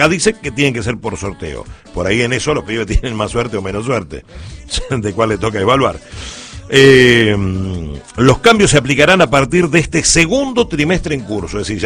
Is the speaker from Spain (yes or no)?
no; Argentina; Somos argentinos, los argentinos nos tocamos, nos abrazamos, nos palmeamos.